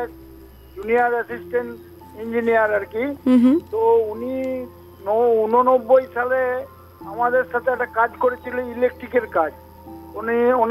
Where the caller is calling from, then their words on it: Budhpur, West Bengal, India; আমি পশ্চিমবঙ্গের পূর্ব বর্ধমান জেলার বুধপুর থেকে